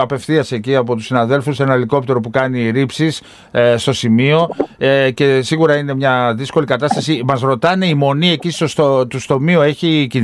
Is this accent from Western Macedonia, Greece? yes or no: no; Konitsa, Epirus, Greece; Εντάξει, εμένα είναι ο τόπος μου.